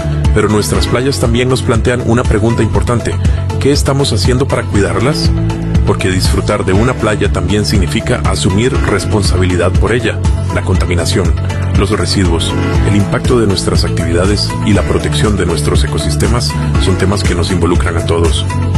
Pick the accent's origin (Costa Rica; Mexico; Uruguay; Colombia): Costa Rica; nos identifica como costarricenses